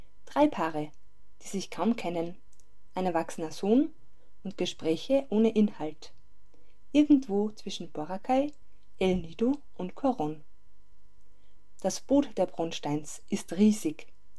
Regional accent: St. Wolfgang im Salzkammergut, Upper Austria, Austria; now in Strobl, Austria; Seit 2010 wohne ich in Strobe, ursprünglich komme ich aus St. Wolfgang.

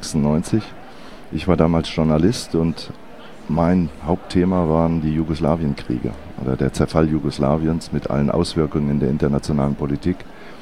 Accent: Frankfurt, Hesse, Germany; willkommen, gleichfalls in meiner Heimatstadt Frankfurt.

